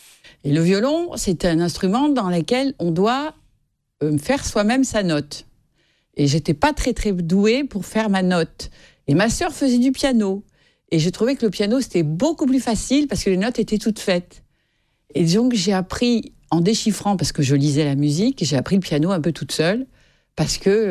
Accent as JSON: {"language": "French", "town": "Paris", "region": "Île-de-France", "country": "France", "tie": "born there", "said": "Je suis née en 1958 à Paris 17e."}